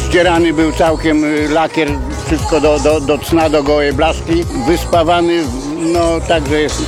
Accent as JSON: {"language": "Polish", "town": "Nidzica", "region": "Warmian-Masurian Voivodeship", "country": "Poland", "said": "Z Nidzicy."}